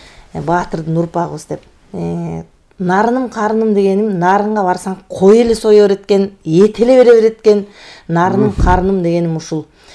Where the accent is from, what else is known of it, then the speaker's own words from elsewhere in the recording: Talas Region, Kyrgyzstan; Экөөбүз Таластанбыз бир жерден биз.